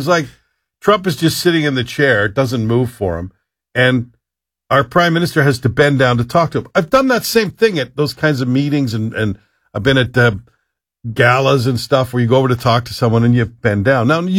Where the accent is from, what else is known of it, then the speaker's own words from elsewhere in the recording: Canada; I hated everything about it as a Canadian.